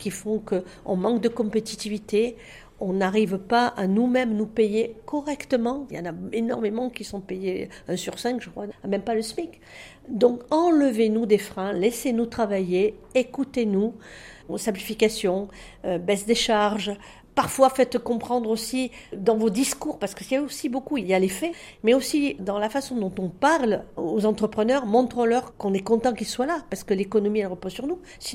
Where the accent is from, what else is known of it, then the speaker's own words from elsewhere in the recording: France; chez nous en France